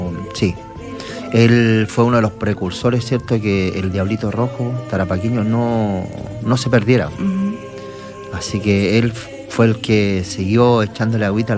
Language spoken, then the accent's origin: Spanish; Valparaíso, Chile; moved away; No soy de acá, yo soy de la quinta región.